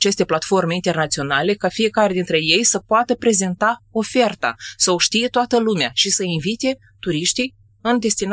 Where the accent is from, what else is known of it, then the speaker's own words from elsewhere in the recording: Moldova; care sunt moldoveancă